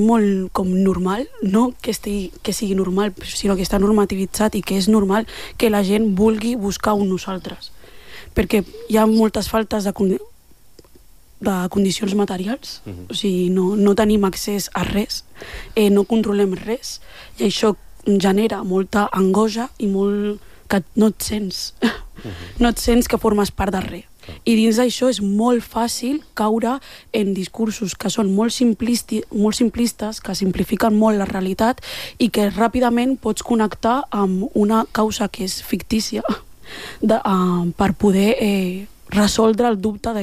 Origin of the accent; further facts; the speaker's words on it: L'Hospitalet de Llobregat, Catalonia, Spain; com a dones negres d'Hospitalet, que no que som d'Opi